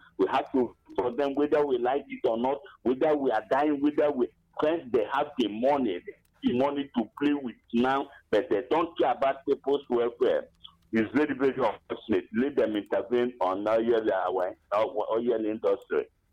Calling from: Enugu State, Nigeria; I'm calling from Apaske, Enugu.

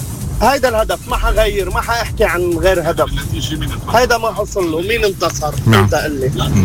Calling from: Lebanon; كلبنانية.

